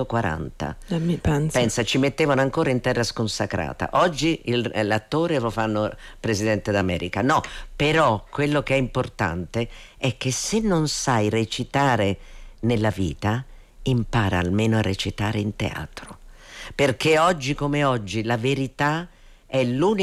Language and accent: Italian; Florence, Tuscany, Italy; born there; io da fiorentina, sì, perché sono fiorentina, lo devo dire, perché papà fiorentino, sono nata a Firenze, però sono orgogliosa di aver avuto la mamma siciliana.